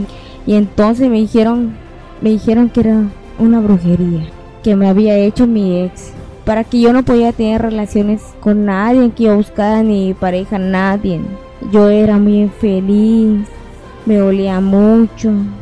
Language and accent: Spanish; Chetumal, Quintana Roo, Mexico; Yo soy de Chetumal y trabajo en el mercado.